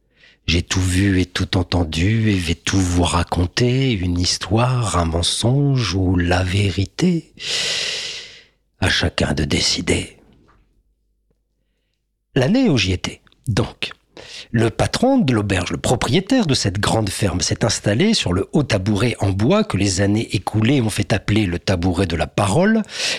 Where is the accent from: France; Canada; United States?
France; the north of France; je vous emmène un peu de là d'où je viens, du Nord de France.